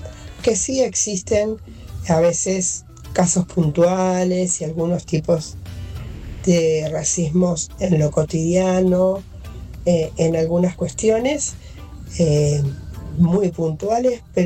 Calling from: Gregorio de Laferrere, Buenos Aires Province, Argentina; de la Ferrer.

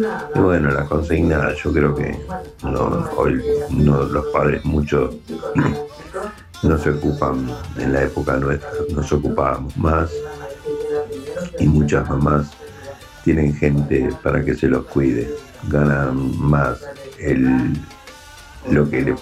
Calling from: Ramos Mejía, Buenos Aires Province, Argentina; de Ramos Mejía.

